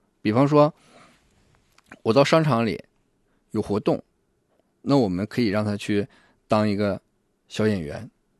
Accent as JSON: {"language": "Chinese", "region": "Northeast China", "country": "China", "said": "这个我们东北人说是聊着别人"}